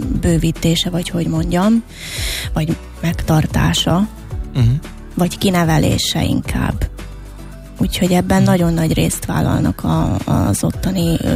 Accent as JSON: {"language": "Hungarian", "country": "Slovakia", "moved": "as an adult", "lives_now": "Budapest, Hungary", "said": "megélettem a romaságomat, tehát ez nagyon fontos, hogy ugye felvidékiként fölkerülsz Budapestre. Tehát eleve az, hogy ugye egy nagyvárosba kerültem."}